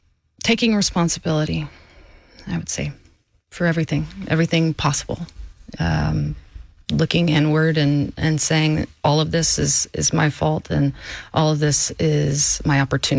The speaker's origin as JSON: {"language": "English", "town": "Houston", "region": "Texas", "country": "United States", "tie": "born or raised there", "said": "I grew up in Southwest Alief, Texas, to a single mom with an older brother."}